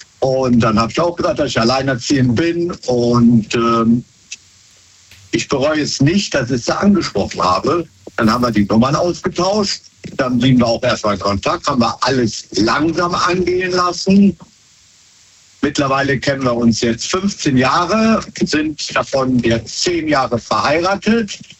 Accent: Wesseling, North Rhine-Westphalia, Germany; aus Wesseling.

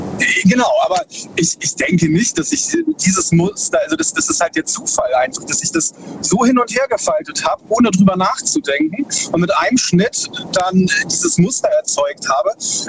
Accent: Baden-Württemberg, Germany; Ich bin aus zwischen Heidelberg und Karlsruhe.

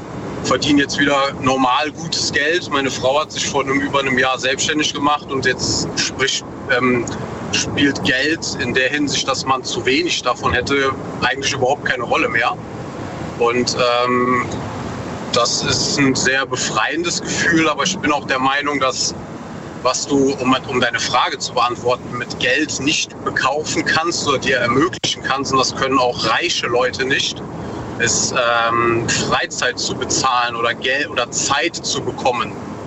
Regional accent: North Rhine-Westphalia, Germany; Aus der Eifel, NRW.

